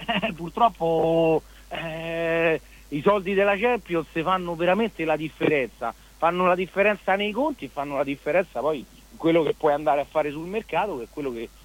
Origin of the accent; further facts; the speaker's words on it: Rome, Lazio, Italy; raga, ma siamo da Roma, io sono da Roma